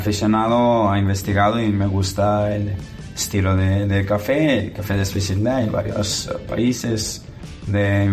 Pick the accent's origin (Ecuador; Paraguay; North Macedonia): North Macedonia; now in Valencia, Spain; En Macedonia, en mi país